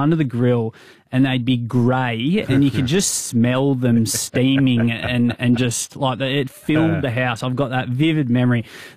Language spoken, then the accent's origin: English; Maitland, New South Wales, Australia; I grew up in Maitland, a country town.